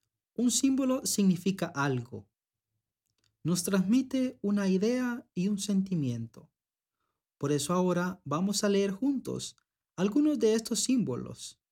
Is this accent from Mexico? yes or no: no; Honduras; nuestra tierra Honduras, con la cual nos identificamos